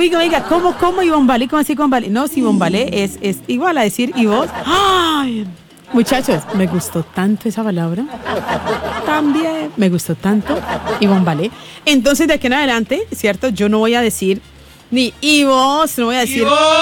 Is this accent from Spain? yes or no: no; Chile; yo no vivo en Japón ni en China, yo vivo aquí en Chile. Yo soy una más de ustedes.